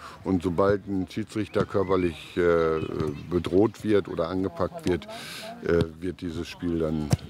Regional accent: Wiedensahl, Lower Saxony, Germany; Da ich gesagt habe, ich komme aus Wiedensaal, weißt du auch sicherlich, wer der berühmteste Einwohner in Wiedensaal ist, nach mir?

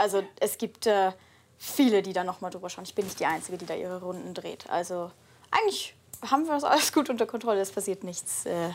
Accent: Bavaria, Germany; Das ist aus meiner Heimat, deswegen freue ich mich, dass wir bayerisches Frühschoppen genau. haben.

